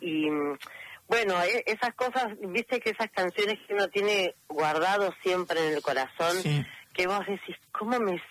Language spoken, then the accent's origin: Spanish; Argentina; porque no nos quedamos quietas, somos mujeres, somos argentinas